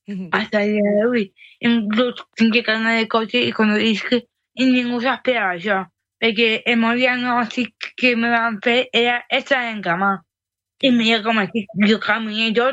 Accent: Valencian Community, Spain; born there; yo, como nací en Valencia

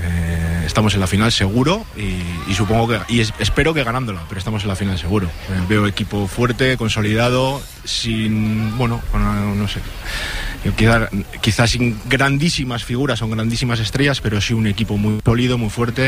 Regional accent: Bilbao, Basque Country, Spain; moved away as an adult; now in Chattanooga, United States; Pues soy de Bilbao, vine aquí a trabajar a principios de año

